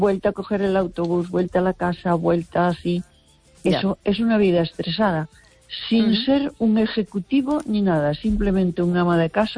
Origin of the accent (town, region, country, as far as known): Baiona, Galicia, Spain